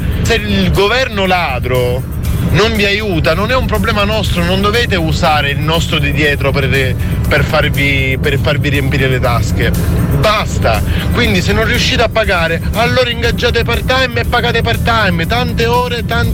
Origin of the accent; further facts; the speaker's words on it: Noto, Sicily, Italy; 30 anni e vengo da Noto, in provincia di Siracusa.